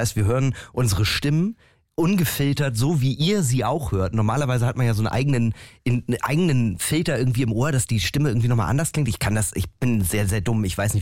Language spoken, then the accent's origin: German; Northern Germany, Germany; Ich muss auch sagen, als Norddeutscher ist mir ja Karneval allgemein sehr, sehr fremd.